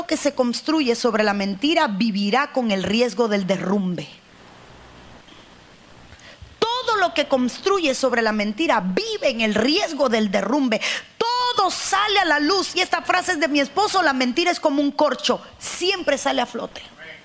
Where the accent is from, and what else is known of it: Cuba; moved away